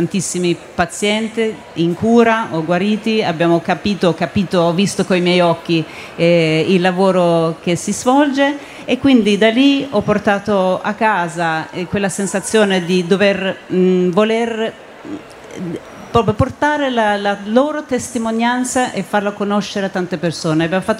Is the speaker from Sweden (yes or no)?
yes; Sweden; moved away; Io appunto vengo dalla Svezia